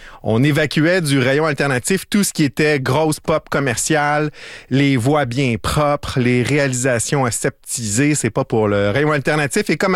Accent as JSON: {"language": "French", "town": "Repentigny", "region": "Quebec", "country": "Canada", "tie": "born or raised there", "said": "J'ai grandi en banlieue de Montréal, Lanaudière, à Repentigny, avec l'Assomption, Le Gardeur, tout ce coin-là."}